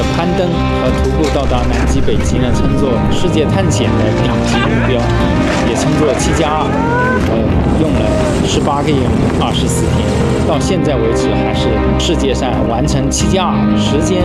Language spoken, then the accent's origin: Chinese; Yunnan, China; 作为云南人